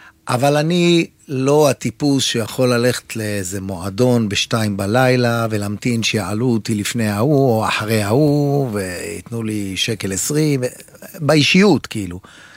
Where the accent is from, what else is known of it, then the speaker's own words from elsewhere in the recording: Jerusalem, Jerusalem District, Israel; בירושלים. ואתה בבית כנסת מקבל מרפק מאבא שלך